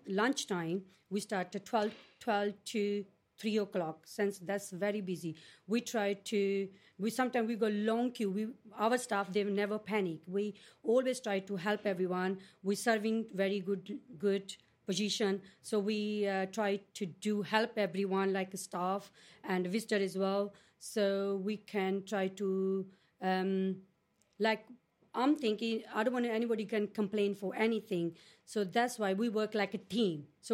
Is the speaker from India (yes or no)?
yes; India; English is a second language; I'm come from India. So when I apply the job here, I just normal.